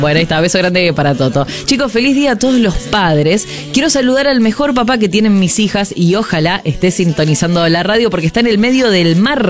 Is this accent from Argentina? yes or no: yes; Rosario, Santa Fe, Argentina